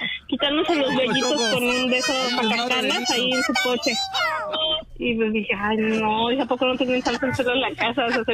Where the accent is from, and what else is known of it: Mexico City, Mexico; born or raised there